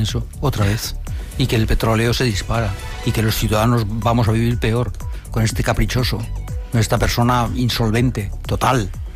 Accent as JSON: {"language": "Spanish", "town": "Chamberí", "region": "Community of Madrid", "country": "Spain", "said": "O sea, yo soy de Chamberí."}